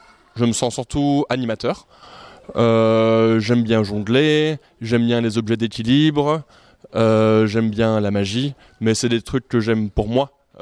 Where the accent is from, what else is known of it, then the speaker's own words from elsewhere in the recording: Brussels, Brussels-Capital Region, Belgium; moved away; Je viens de Bruxelles, c'est toujours la capitale de la Belgique d'ailleurs, et c'est une grosse ville